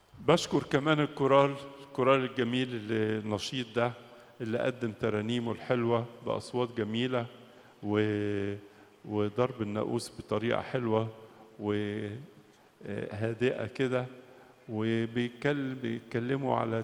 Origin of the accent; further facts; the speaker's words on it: Egypt; يحفظ بلادنا مصر